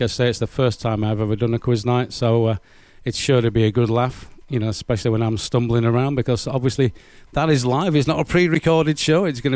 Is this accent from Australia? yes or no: yes; Australia; I mean, I am an Australian, but I still wear my England shirt with pride.